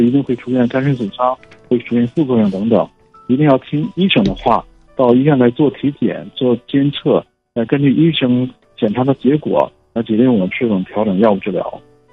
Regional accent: Jilin, China; 因为大家尤其对于咱们东北人吉林人来说，比如说口就会很重

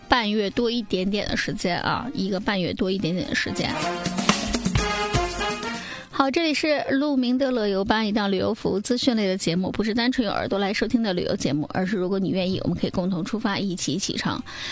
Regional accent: Northeast China, China; 在我们东北这边

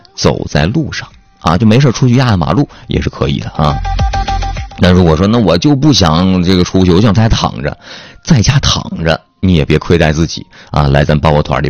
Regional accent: Changchun, Jilin, China; 也都搬到了咱们老家，在咱们长春本地来举行

